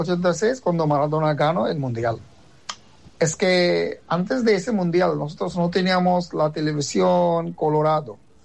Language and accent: Spanish; Bangladesh; Spanish is a second language